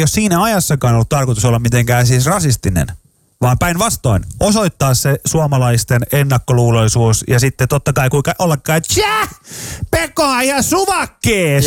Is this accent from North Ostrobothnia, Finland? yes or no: no; Pori, Satakunta, Finland; moved away; mä oon Porista